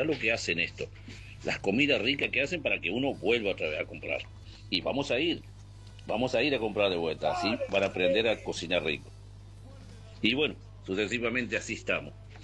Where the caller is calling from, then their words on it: General Belgrano, Buenos Aires Province, Argentina; Un saludo desde acá, de General Belgrano. Acá estamos recién llegados al rancho